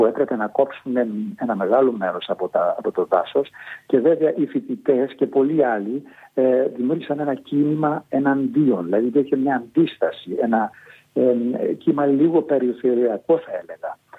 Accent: Greece; moved away as an adult; also born or lived in Frankfurt, Germany; εμείς σαν Έλληνες αισθανόμασταν κάπου απομονωμένοι

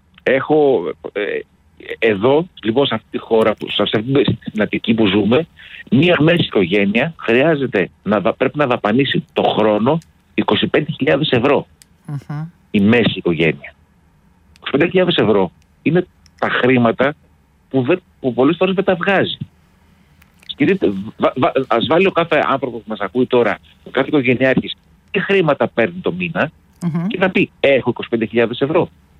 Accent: Patras, Western Greece, Greece; now in Athens, Greece; Εδώ. Πάτρα.

